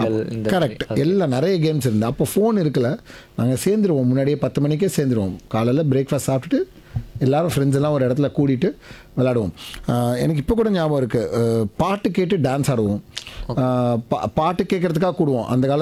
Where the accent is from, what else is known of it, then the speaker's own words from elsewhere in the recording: Chennai, Tamil Nadu, India; இதே சென்னையில் தான் வளர்ந்தேன் நான்